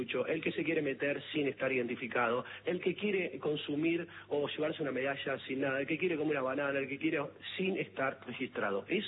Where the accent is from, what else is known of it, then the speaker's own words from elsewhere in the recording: Argentina; ¿Por qué vamos a cambiar la cultura argentina? Esta tan linda que tenemos nosotros, que somos latinos, que no somos Nueva York, que no somos Yankee